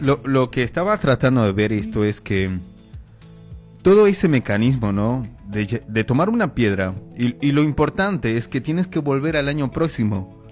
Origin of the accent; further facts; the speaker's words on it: El Alto, La Paz, Bolivia; yo soy de La Paz, del Alto